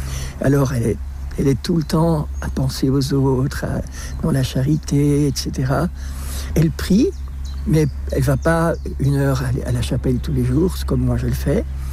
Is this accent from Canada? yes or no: no; Belgium; On est resté en Belgique, puisque je suis belge.